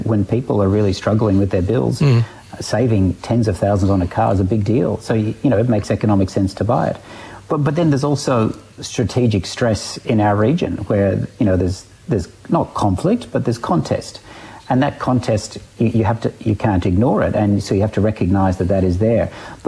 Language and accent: English; Ireland; now in Australia; So I think Australians, including migrant Australians, and I'm a migrant from Ireland